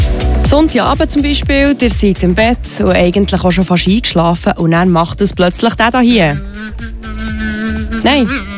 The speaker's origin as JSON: {"language": "German", "region": "Bern", "country": "Switzerland", "accent": "Bernese German"}